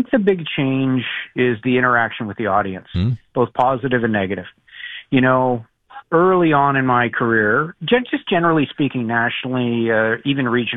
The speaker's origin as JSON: {"language": "English", "town": "Toronto", "region": "Ontario", "country": "Canada", "tie": "born or raised there", "said": "I remember as a child looking up in the sky when I grew up in Toronto at the CNE seeing the snowbirds."}